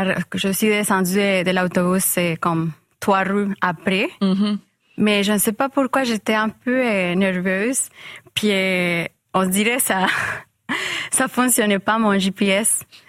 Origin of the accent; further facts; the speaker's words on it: Colombia; French is a second language; moved away as an adult; now in Quebec, Canada; après je suis retournée en Colombie.